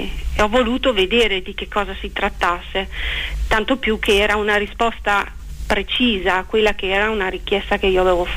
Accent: Verona, Veneto, Italy; io sono veneta, sì, veronese, nasco

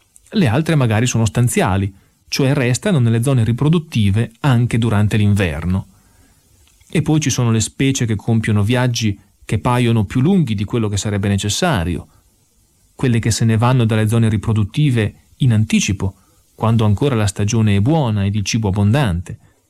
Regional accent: Emilia-Romagna, Italy; qui dalle mie parti, nel Modenese

